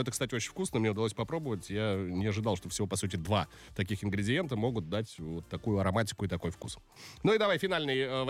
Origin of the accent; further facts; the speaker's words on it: Udmurtia, Russia; я из Удмуртии